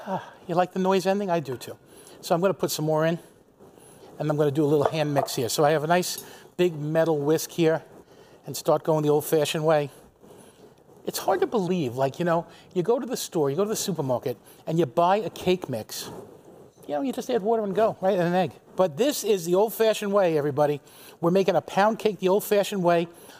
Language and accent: English; West Babylon, New York, United States; born or raised there